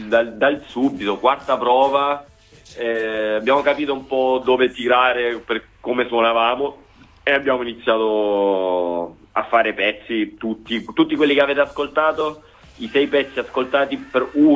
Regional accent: Lecce, Apulia, Italy; io sono leccese

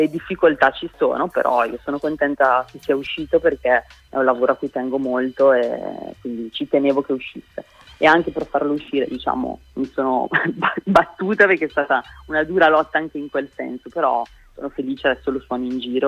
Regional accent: Brescia, Lombardy, Italy; now in Bologna, Italy; Io vengo da Brescia originariamente, ormai vivo a Bologna da tanto tempo, ma Brescia è la mia città d'origine, è una città comunque che è città, ma è anche molto molto provincia

